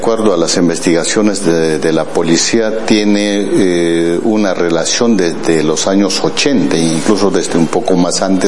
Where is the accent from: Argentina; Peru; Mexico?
Peru; Ayacucho; yo soy de Ayacucho